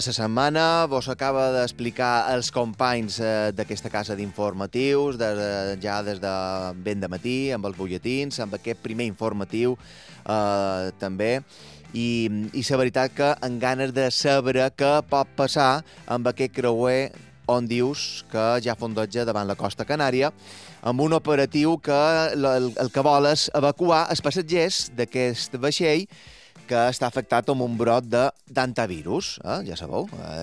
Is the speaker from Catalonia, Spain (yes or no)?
no; Mallorca, Balearic Islands, Spain; Parlarem de com som els mallorquins i com hauríem de ser